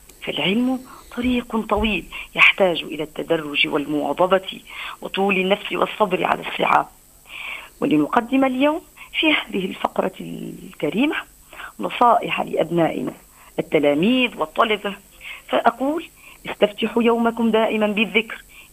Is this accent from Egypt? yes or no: no; Tunisia; اللهم انزل على بلدنا تونس الأمن والأمان والسكينة والاطمئنان